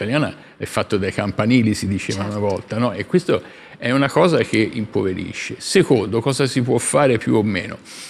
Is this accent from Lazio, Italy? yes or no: no; Livorno, Tuscany, Italy; io vengo da una città che non è poi piccolissima, sono di Livorno